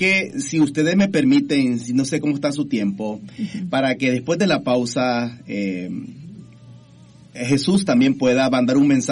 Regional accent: El Salvador; moved away as an adult; yo soy de El Salvador, muchos allá pertenecíamos a un ministerio.

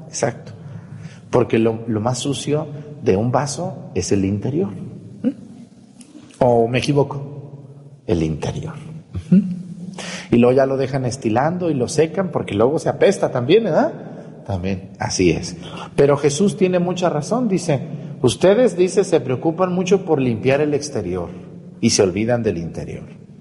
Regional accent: Mexticacán, Jalisco, Mexico; moved away; mi pueblo, allá de donde yo soy, de mi pueblo, Mesticacán.

